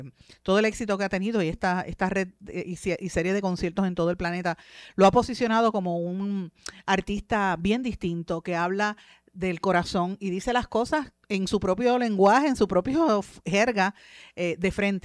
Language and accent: Spanish; Puerto Rico